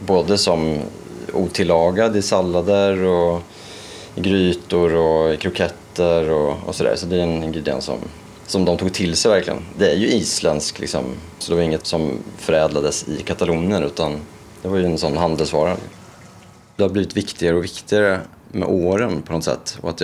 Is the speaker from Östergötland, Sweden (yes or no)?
yes; Norrköping, Östergötland, Sweden; now in Stockholm, Sweden; och jag bor i Stockholm men jag kommer från Norrköping från början.